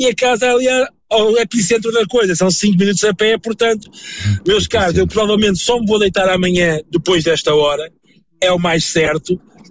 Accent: Lisbon, Portugal; now in Porto, Portugal; isto dito por um lisboeta que está aqui há 27 anos

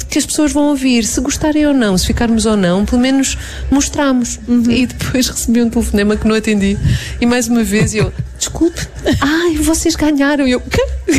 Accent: Setúbal Peninsula, Portugal; eu cresci na Margem Sul

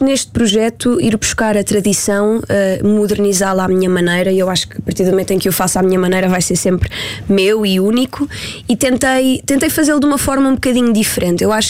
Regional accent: Portugal; nós enquanto portugueses

